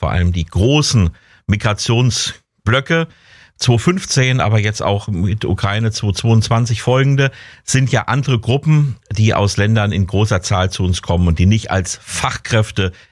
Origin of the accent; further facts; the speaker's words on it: Germany; Also wenn wir als Deutsche manchmal kritische Worte finden, sind wir eher dabei, uns zurückzuhalten.